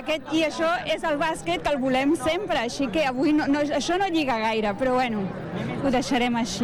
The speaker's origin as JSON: {"language": "Catalan", "town": "Badalona", "region": "Catalonia", "country": "Spain", "tie": "born or raised there", "said": "som de Badalona, de tota la vida"}